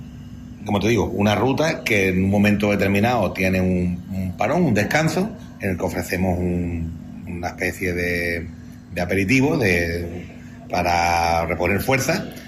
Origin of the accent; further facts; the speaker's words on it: Pizarra, Andalusia, Spain; una forma de conocer el pueblo para los que somos de Pizarra